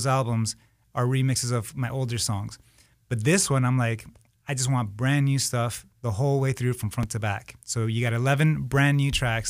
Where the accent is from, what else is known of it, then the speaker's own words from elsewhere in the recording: Miami, Florida, United States; also born or lived in Lima, Peru / California / Nashville; But I was born in Lima, Peru. At 3 years old, we moved to Miami, Florida. That's where I was raised for most of my life. Then I moved around, California, Nashville, and then I became nomadic.